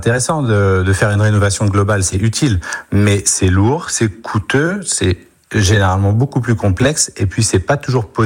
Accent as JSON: {"language": "French", "region": "Normandy", "country": "France", "said": "c'est le sujet majeur chez nous dans la Manche."}